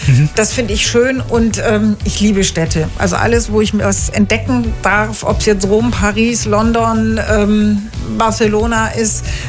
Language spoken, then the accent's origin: German; Bavaria, Germany; now in Munich, Germany; Ich bin aufgewachsen im Allgäu und wenn man mit dem Ostallgäuer Kennzeichen nach München gefahren ist